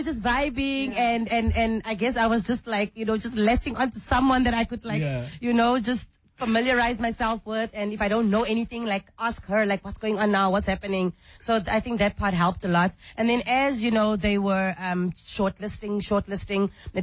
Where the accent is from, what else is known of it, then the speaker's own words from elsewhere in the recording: Cape Town, Western Cape, South Africa; also born or lived in Stellenbosch; I'm from Cape Town originally, Stellenbosch.